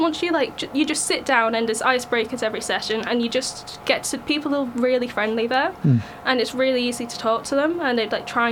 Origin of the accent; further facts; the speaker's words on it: York, Yorkshire and the Humber, United Kingdom; I'm from York